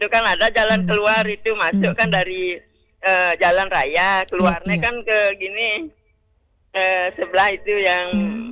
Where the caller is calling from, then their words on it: Manggis, Bali, Indonesia; Orangnya mandek di gini, minyaknya di daerah saya di Karangasem Manggis itu.